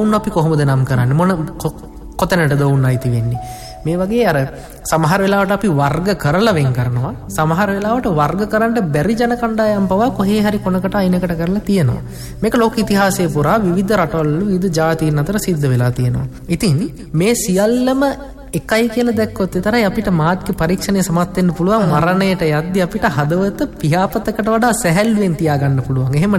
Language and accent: Sinhala; Ratnapura, Sabaragamuwa Province, Sri Lanka; මම ජීවත් වෙන මම ඉපදුණු හැදුණු වැඩුණු පරිසරයේ රත්නපුරේ